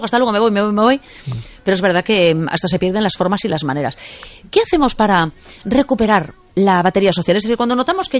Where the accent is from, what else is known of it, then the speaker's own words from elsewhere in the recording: A Coruña, Galicia, Spain; Yo, sí, yo, no sabían que era de Coruña. Sí, soy yo y tal.